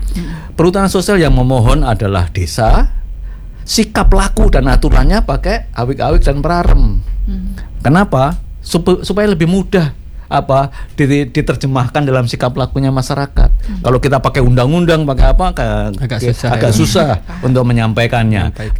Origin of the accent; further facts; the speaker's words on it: Surakarta, Central Java, Indonesia; now in Bali, Indonesia; Saya orang Solo